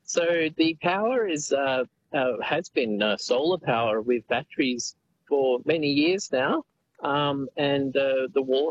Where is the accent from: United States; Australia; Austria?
Australia; Sydney, New South Wales; Say I grew up in Sydney, and it was very much in the concrete jungle there.